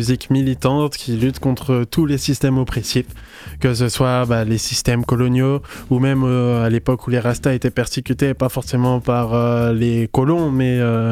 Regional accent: France; on se sent forcément moins concerné en tant que français blanc de peau.

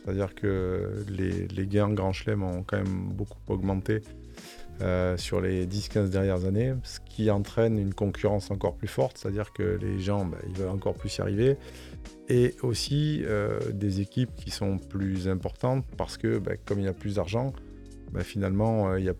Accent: Occitanie, France; moi j'ai grandi vers Perpignan

